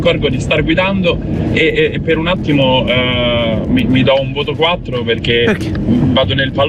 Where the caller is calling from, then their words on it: Rome, Lazio, Italy